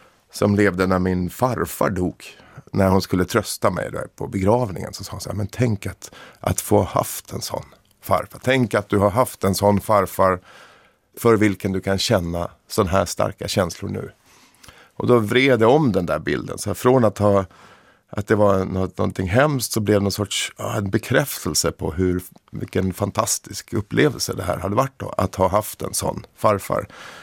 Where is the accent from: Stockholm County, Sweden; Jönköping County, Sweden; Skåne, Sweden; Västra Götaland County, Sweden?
Stockholm County, Sweden; accent: between Solna and Upplands Väsby; Han kunde placera min dialekt som någonstans mellan Solna och Upplands Väsby.